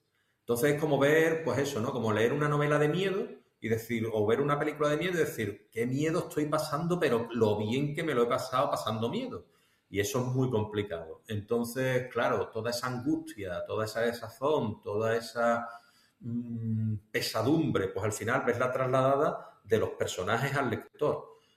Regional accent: Cádiz, Andalusia, Spain; Loreto, La Laguna principalmente, que es donde yo me he criado

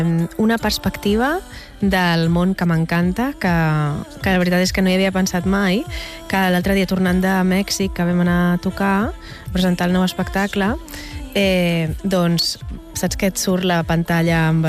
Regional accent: Badalona, Catalonia, Spain; moved away as an adult; now in Barcelona, Spain; Barcelona, la meva ciutat. Tot i que sóc de Badalona

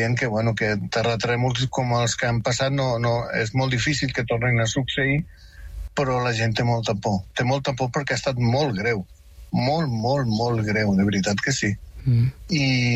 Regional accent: Catalonia, Spain; born there; accent: South American; also born or lived in Venezuela; jo m'estimo molt Catalunya, és la meva terra, és on vaig néixer, i m'estimo moltíssim Venezuela perquè és la terra que m'ho ha donat tot.

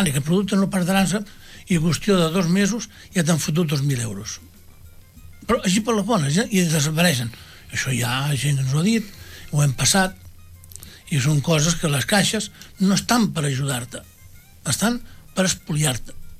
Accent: Rubí, Catalonia, Spain; born there; vam néixer aquí a Rubí.

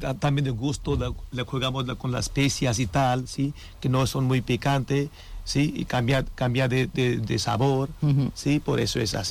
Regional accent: Punjab, India; Spanish is a second language; now in Spain; somos del norte, del Punjab.

